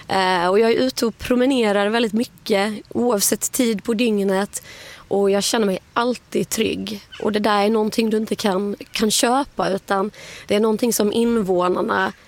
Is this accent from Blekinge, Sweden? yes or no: yes; Olofström, Blekinge, Sweden; also born or lived in Kalmar / Växjö / Gothenburg; now in Karlshamn, Sweden; Men det är ändå hemma som har varit Blekinge. Jag är uppvuxen i Olofström. Min farmor hade stuga i Sölvesborg under hela min uppväxt. Och i Karlshamn har jag nog bott i över 15 år nu.